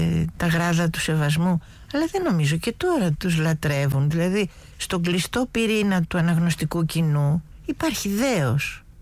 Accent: Athens, Attica, Greece; Ο πατέρας μου ήταν από τη Θράκη και η μητέρα μου από τη Σικιά της Λακωνίας. Αλλά γεννήθηκα στην Αθήνα και περπάτησα πάρα πολύ και ως μικρό παιδί με τον πατέρα μου στο κέντρο.

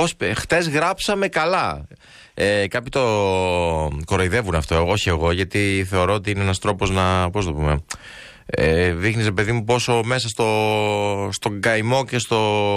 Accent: Thessaloniki, Central Macedonia, Greece; moved away; είμαι Θεσσαλονικιός

